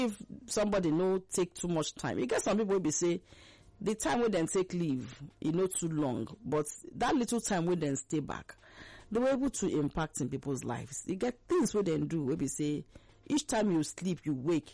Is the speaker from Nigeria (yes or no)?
yes; Akwa Ibom, Nigeria; Maybe somebody like me, I married to Abian man, I'm from Akwa Ibom